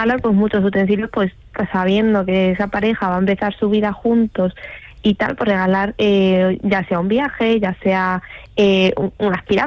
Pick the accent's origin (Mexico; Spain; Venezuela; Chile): Spain; born there; yo nací en España